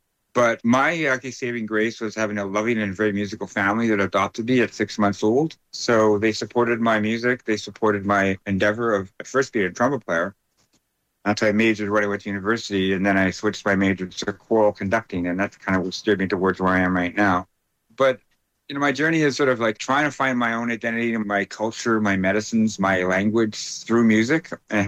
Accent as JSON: {"language": "English", "town": "Winnipeg", "region": "Manitoba", "country": "Canada", "tie": "born or raised there", "said": "My blood comes from Fisher River Cree First Nation and Southern Manitoba, but I am first born and raised in Winnipeg, Treaty 1 Territory. I'm a 60 scooper. I'm 59 years old."}